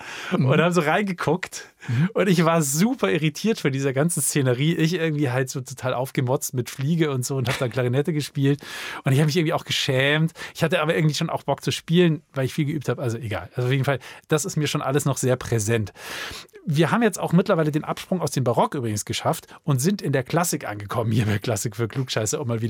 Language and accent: German; Bad Wiessee, Bavaria, Germany; Das war eigentlich wirklich ein tolles Orchester aus meiner Heimat unter der Leitung von Herrn Alexander Maschert und seiner Frau